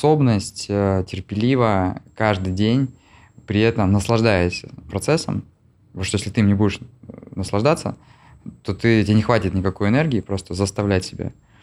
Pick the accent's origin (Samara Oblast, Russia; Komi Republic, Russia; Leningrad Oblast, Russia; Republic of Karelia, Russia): Komi Republic, Russia; Syktyvkar; Я вырос в Сыктывкаре.